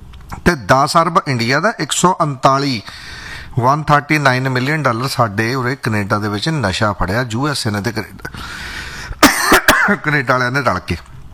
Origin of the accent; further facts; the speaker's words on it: Gobindpura, Punjab, India; ਗੋਬਿੰਦਪੁਰਾ ਵਾਲੀ fake news ਹੈ, ਸਾਡਾ ਪਿੰਡ ਹੈ, ਸਾਡਾ ਪਿੰਡ ਹੈ ਉਹ।